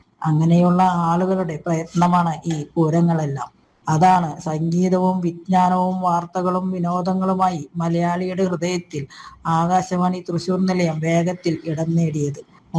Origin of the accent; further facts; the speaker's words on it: Thrissur, Kerala, India; ഞാനൊരു തൃശ്ശൂർക്കാരി ആയിരുന്നെങ്കിലും